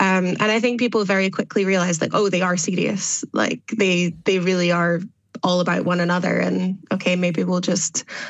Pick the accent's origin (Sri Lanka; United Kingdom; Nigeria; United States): United Kingdom; Scotland; I'm Scottish.